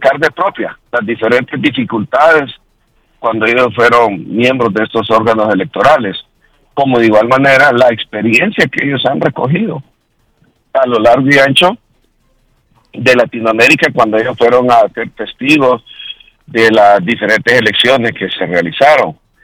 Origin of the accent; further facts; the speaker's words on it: Honduras; somos hondureños